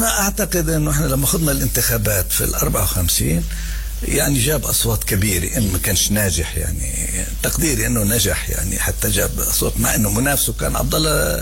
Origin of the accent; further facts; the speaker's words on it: Jerusalem, Palestine; أنا من القدس